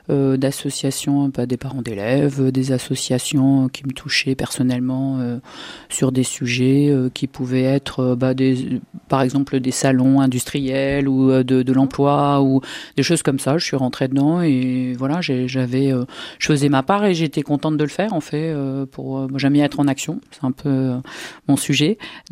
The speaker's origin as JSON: {"language": "French", "country": "France", "said": "Je viens du Sud-Ouest, je me suis mariée avec un Alsacien."}